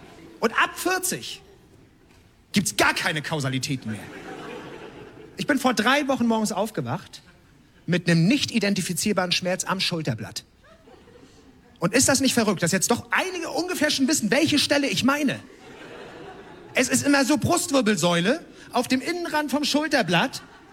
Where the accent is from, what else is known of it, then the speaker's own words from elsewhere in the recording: Northern Germany, Germany; Ich komme aus Norddeutschland.